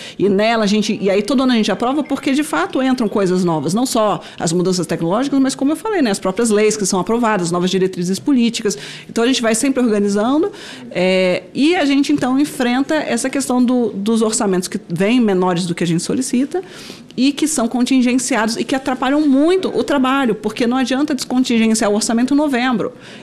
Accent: Brazil; enquanto brasileiros, a gente pode se orgulhar do que são hoje esses setores muito mais pujantes do que a gente sequer imaginava

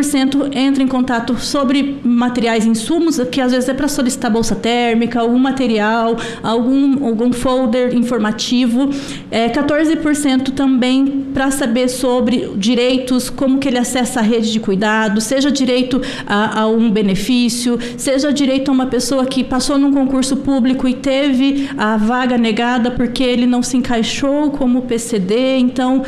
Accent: Apucarana, Paraná, Brazil; Senador, que é meu conterrâneo paranaense, eu sou lá de Apucarana, interior do estado do Paraná.

